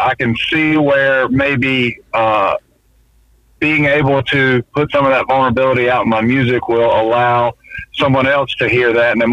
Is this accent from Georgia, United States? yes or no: yes; Georgia, United States; moved away as an adult; now in Nashville, United States; I'm not a cowboy. I'm from Georgia. No. I would classify myself as a country boy